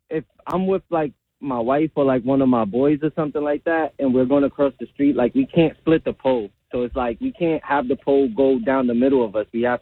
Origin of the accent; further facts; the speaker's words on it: New York, United States; now in Hamilton; I grew up in New York